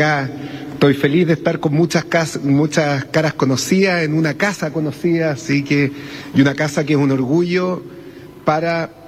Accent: Chile; acá voy a hablar como ministro del deporte, como hombre del deporte, pero sobre todo como chileno.

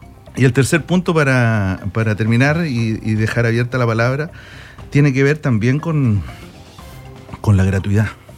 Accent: Chile

